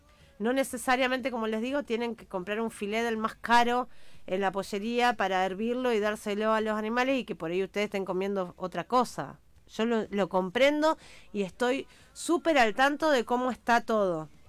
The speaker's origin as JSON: {"language": "Spanish", "town": "Rosario", "region": "Santa Fe", "country": "Argentina", "moved": "yes", "said": "yo me transpolo a Rosario, que es de la ciudad de donde vengo"}